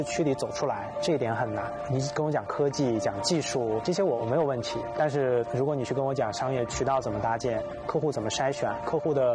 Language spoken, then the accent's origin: Chinese; Hebei, China; moved away as an adult; 我其实是出生于中国一个可能三线城市的一个很普通的家庭，在上大学前一共离开河北省可能都没有几次吧。我们离北京很近，